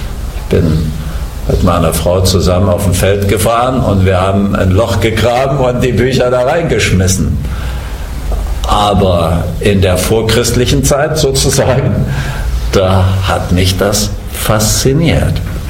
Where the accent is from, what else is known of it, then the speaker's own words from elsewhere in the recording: East Germany, Germany; Ich bin ja nun in der Ex-DDR aufgewachsen und ich habe noch die ganzen Bilder vor mir von Stalin, von Lenin, von Marx und Engels, diese Köpfe, ja, die hat man ja an jeder Ecke gesehen.